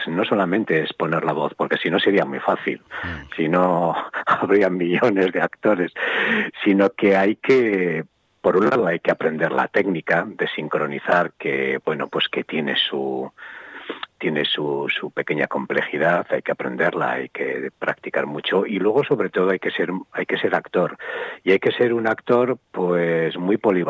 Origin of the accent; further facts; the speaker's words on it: Castro Urdiales, Cantabria, Spain; Bueno, tengo que agradecer siempre que yo no soy de Laredo, ¿no? Soy de Castro, pero es que me tratan como si fuera de Laredo, me tratan de maravilla.